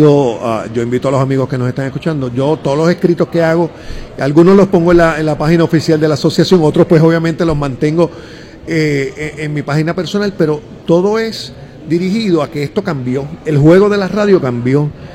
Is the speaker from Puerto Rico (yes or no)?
yes; Ponce, Puerto Rico; now in San Juan, Puerto Rico; yo soy de Ponce originalmente, mis papás estaban en Ponce, yo estaba en San Juan